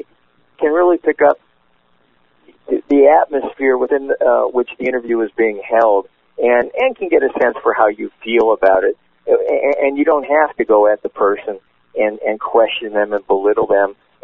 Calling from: Santa Rosa, California, United States; from Santa Rosa.

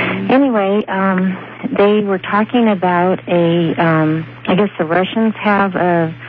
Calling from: Portland, Oregon, United States; in Portland, Oregon.

